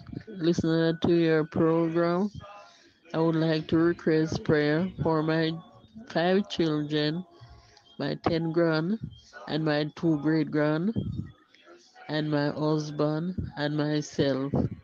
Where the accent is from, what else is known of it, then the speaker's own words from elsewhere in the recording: Jamaica; I'm from Jamaica.